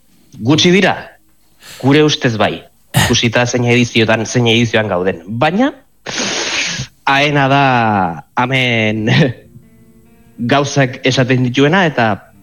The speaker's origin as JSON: {"language": "Basque", "town": "Vitoria-Gasteiz", "region": "Basque Country", "country": "Spain", "tie": "born or raised there", "also_born_or_lived": "San Sebastián", "said": "ze ni Donostiarraz jaiotzez, eta 2001 Gasteizera jo nintzen."}